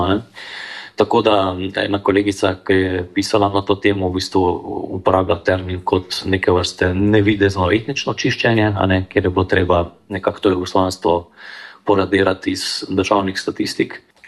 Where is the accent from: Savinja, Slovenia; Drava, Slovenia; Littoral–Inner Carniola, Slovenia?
Savinja, Slovenia; Šmartno ob Paki; iz mojega rojstnega kraja, se pravi, na Šmartno opaki